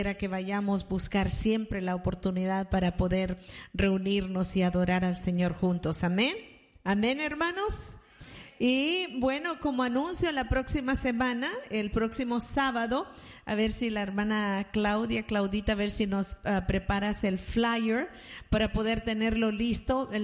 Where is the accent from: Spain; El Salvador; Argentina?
El Salvador; now in United States; La hermana Araceli y yo y mi mamá somos de El Salvador.